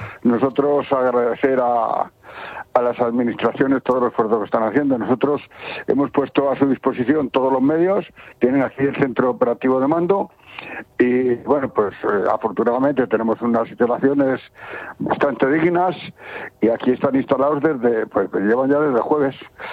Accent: Tamajón, Castilla-La Mancha, Spain; y pues la gente de mi pueblo muy preocupada, ya poniéndose nerviosa, porque no pueden volver a... hay tres pedanías de Tamajón que están evacuadas

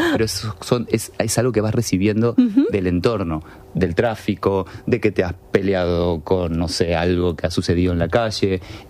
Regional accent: Argentina

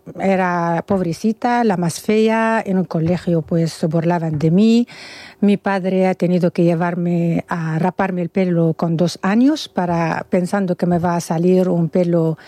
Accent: Tunisia; moved away; Soy de Túnez. Nací en Túnez con una educación musulmana, con restricciones, con tabúes

